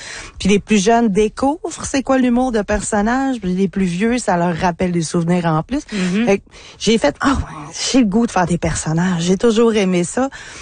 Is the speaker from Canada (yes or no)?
yes; Jonquière, Quebec, Canada; born there; accent: Lac-Saint-Jean; C'est mon accent de naissance. Moi, je suis née à Jonquière, hein?